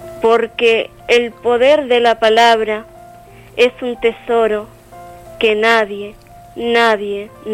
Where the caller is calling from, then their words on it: Vega de San Mateo, Canary Islands, Spain; tengo 16 años y soy del barrio de Ariñe, en la Vega de San Mateo